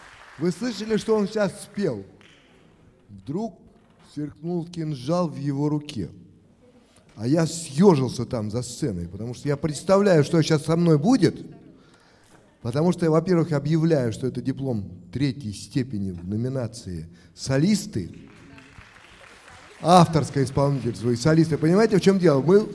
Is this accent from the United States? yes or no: no; Moscow, Russia; Вот мы с ним оба москвичи. Я москвич, и он москвич.